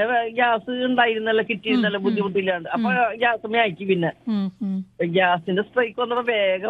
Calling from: Irinjalakuda, Kerala, India; ഞങ്ങള് ഇരിഞ്ഞാലക്കുട വളവനങ്ങാടി.

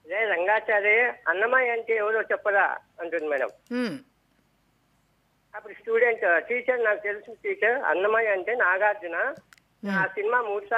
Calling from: Anantapur, Andhra Pradesh, India; అనంతపూర్ నుంచి

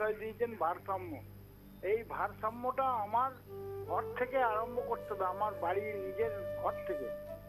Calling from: Purba Bardhaman district, West Bengal, India; আমি পশ্চিমবঙ্গের পূর্ব বর্ধমান জেলার বুলপুর থেকে

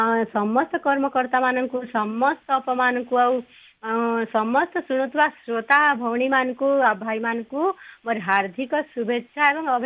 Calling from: Bargarh, Odisha, India

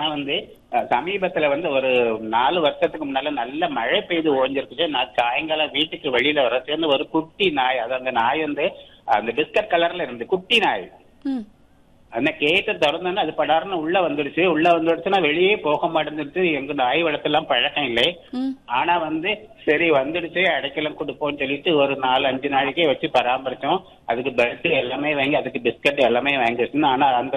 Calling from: Nagercoil, Tamil Nadu, India; நாகர்கோவில் … பேசுறேன்.

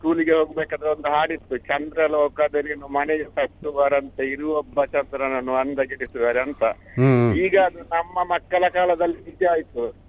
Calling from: Kalladi, Karnataka, India; ಮಂಗಳೂರಿಂದ

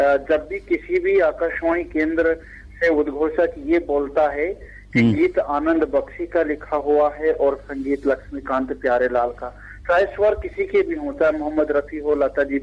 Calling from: Rajgarh district, Madhya Pradesh, India; ग्राम कटारिया खेड़ी जिला राजगढ़ से … सर। ये जावरा के पास हमारा गांव है।

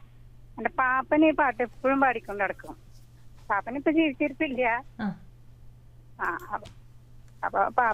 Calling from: Valapad, Kerala, India; വലപ്പാടുന്ന്.

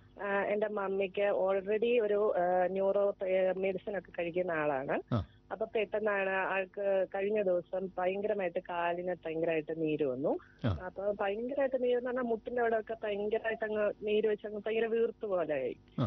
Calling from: Pala, Kerala, India; ഞാൻ പാലായിൽ നിന്നാണ് വിളിക്കുന്നത്.

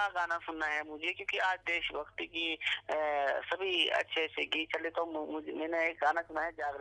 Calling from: Shimla, Himachal Pradesh, India

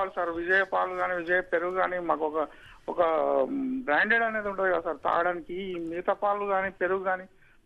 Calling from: Ranga Reddy district, Telangana, India; నేను రంగారెడ్డి జిల్లా బిఎన్రెడ్డి దగ్గర నుంచి మాట్లాడుతున్నాను సార్.

